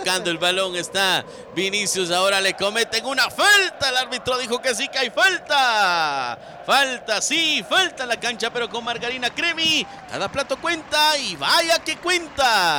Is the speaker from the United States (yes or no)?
no; Mixco, Guatemala Department, Guatemala; Allá en la zona 1 de mi pueblo, en Misco.